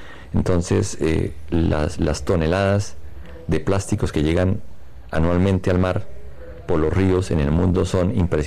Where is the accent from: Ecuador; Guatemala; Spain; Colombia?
Colombia; allí en Iscalá Centro, de donde soy